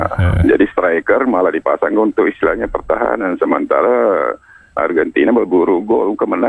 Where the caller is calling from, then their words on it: South Sulawesi, Indonesia; kalau menurut kami orang Bugis